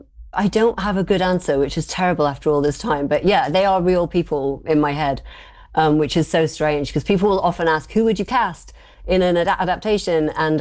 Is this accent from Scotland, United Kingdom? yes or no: no; Doncaster, Yorkshire and the Humber, United Kingdom; I'm from Doncaster